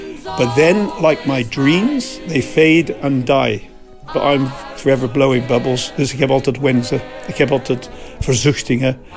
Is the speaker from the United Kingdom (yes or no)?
yes; Bristol, South West England, United Kingdom; born there; Dutch is a second language; moved away; Dat is van waar ik geboren ben, hè? Bristol, Bristol Rovers. Maar ik ben van de arme kant van Bristol, de noorden kant, de working class area.